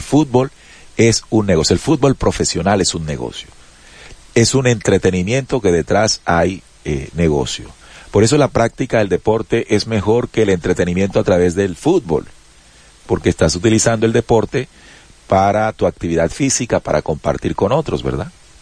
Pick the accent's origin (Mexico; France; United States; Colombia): Colombia